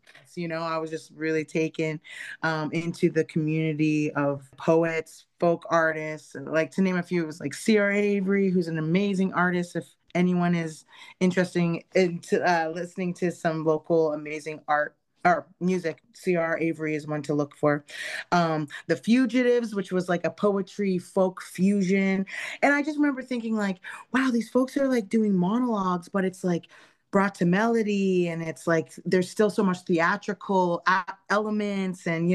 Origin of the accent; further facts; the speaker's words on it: Sydney, Nova Scotia, Canada; I grew up in Sydney, Nova Scotia with spiritualists and musicians and doctors and teachers.